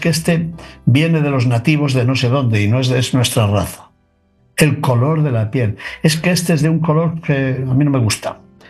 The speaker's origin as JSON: {"language": "Spanish", "country": "Spain", "said": "Sí, yo soy español, y es verdad, pero soy y formo parte de un proyecto divino más grande."}